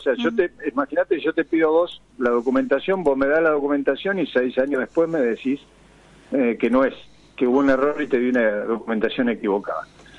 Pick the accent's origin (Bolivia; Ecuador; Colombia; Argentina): Argentina; Yo como argentino, imagínate, dependiendo de la familia, digo, otra vez, qué papelón.